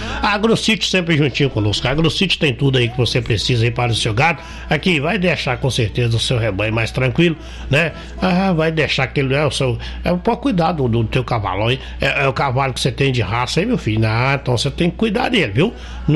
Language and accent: Portuguese; Minas Gerais, Brazil; É Minas Gerais, né, cara? Nós somos mineiros, uai. Nós falamos é trem, aquele negócio.